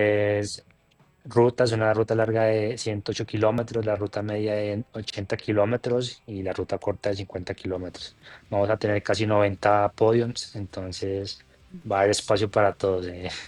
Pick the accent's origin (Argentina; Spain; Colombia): Colombia; Huila; born there; A que la gente conozca la región de donde nací, de donde vengo. Es una región muy linda, el departamento de Huila, el sur de Colombia.